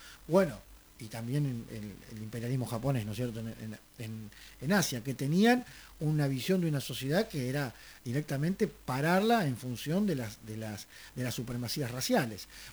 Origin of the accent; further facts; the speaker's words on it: Argentina